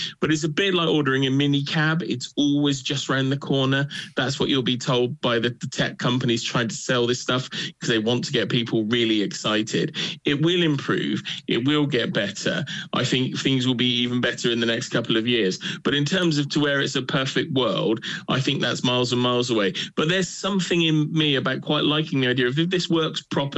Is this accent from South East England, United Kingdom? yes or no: no; South West England, United Kingdom; accent: Wiltshire; my proper Wiltshire accent